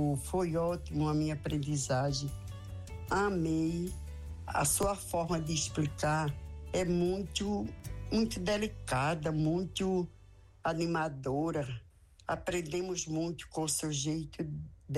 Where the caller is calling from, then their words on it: Vitória de Santo Antão, Pernambuco, Brazil; sou aqui de Vitória de Santo Antão.